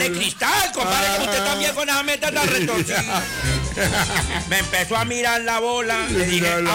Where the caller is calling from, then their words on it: Saldaña, Tolima, Colombia; Sí, señor, voy con ella acompañada porque venimos desde Saldaña.